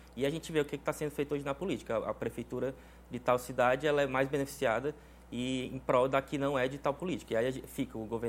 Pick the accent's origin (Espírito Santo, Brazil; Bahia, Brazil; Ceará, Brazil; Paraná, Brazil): Ceará, Brazil; Crateús; Eu sou de Crateús, uma cidade que eu amo muito